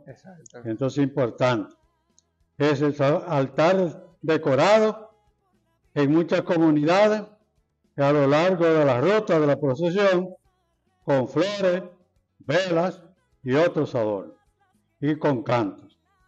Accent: Salcedo, Hermanas Mirabal, Dominican Republic; y también en Salcedo, en mi pueblo natal

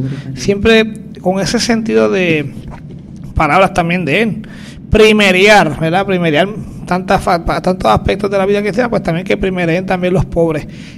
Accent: Jayuya, Puerto Rico; moved away; Yo soy de Jayuya

